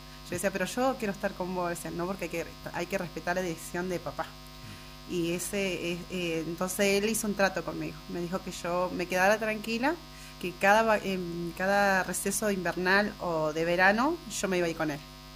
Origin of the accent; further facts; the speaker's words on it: Mencué, Río Negro, Argentina; moved away; los recuerdos que yo tengo de mi crianza en Mencué, o sea, el pueblito de Mencué, para mí es mi raíz, es mi pueblo, es todo